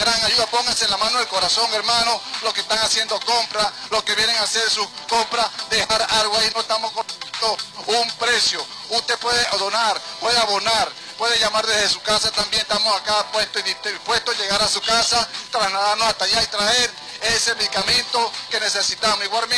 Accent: Venezuela; Aquí estamos unidos como familia, como venezolanos que somos.

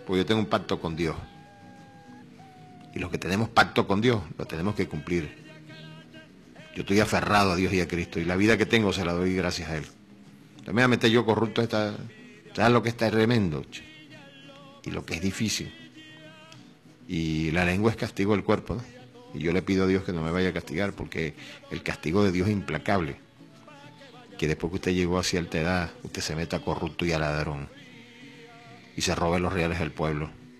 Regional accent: Venezuela; Esos somos los venezolanos.

